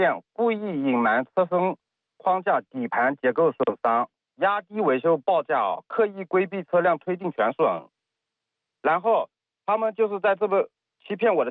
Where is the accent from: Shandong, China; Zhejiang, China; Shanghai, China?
Zhejiang, China; 因为我是浙江人嘛，我过去南昌我。